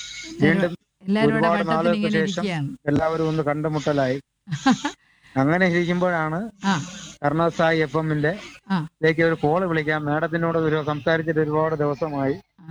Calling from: Poovachal, Kerala, India; ഞാൻ പൂവച്ചൽ നിന്നാണ്

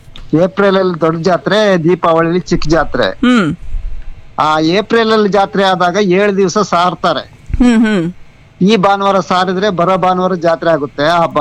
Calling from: Kenchammana Hosakote, Karnataka, India; ನಮಗೆ ನಮ್ಮ ಊರಿನ ಹೆಸರು ಕೆಂಚಮ್ಮನ ಹೊಸಕೋಟೆ ಅಂತ.

